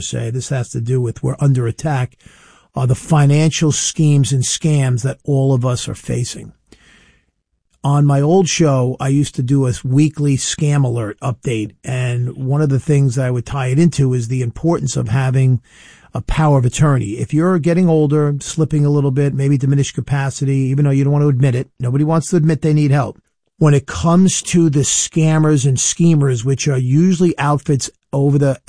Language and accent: English; New York, United States; And I'm a New Yorker, born in Piqua, went to Stony Brook University, went to Torah Law School in Huntington. I've owned a house on Long Island, you know, since my mid-20s, another house.